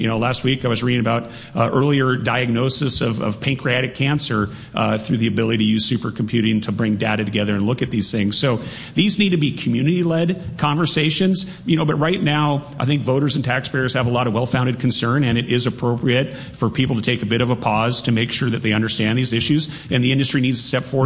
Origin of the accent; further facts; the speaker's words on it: Colton, Washington, United States; also born or lived in Pullman, Washington / Spokane, Washington; I was born in Pullman, raised in Colton, had the privilege of going to school here in Spokane, and went to WSU